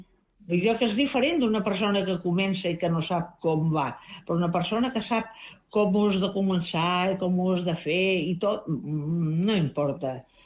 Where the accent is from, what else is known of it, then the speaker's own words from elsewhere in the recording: Balearic Islands, Spain; I això, jo com a eivissenca i que ja tinc anys, em dol molt.